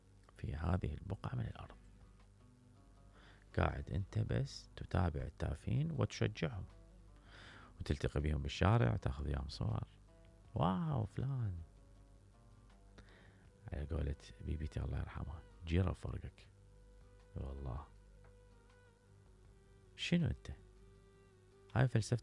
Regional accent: Iraq; إحنا كمواطنين عراقيين جميلين رائعين

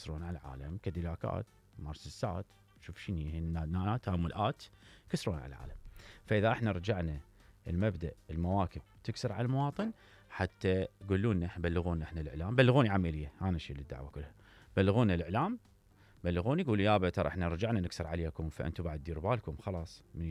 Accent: Iraq; أنا رجال عراقي ابن عائلة تعبان على نفسي وابن عشائر

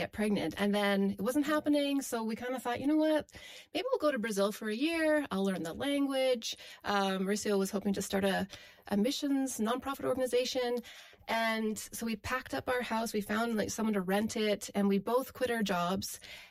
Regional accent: Edmonton, Alberta, Canada; I grew up in Edmonton, Alberta, which is the capital, and I grew up in a, typical Christian middle class family

